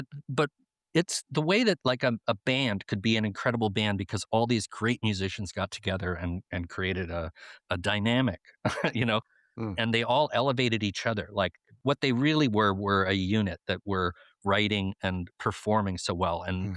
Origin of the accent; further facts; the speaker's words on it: Canada; as a Canadian who, you know, loved Marshall McLuhan and loved all of his ideas about understanding media